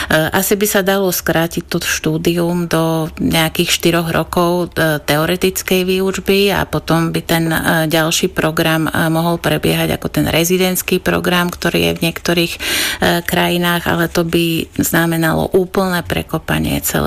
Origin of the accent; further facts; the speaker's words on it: Letanovce, Košice Region, Slovakia; moved away as an adult; also born or lived in Levoča; now in Košice, Slovakia; narodila som sa v Levoči a žila som v Letanovciach až do svojich 18 rokov. Na gymnázium som chodila v Spišskej Novej Vsi.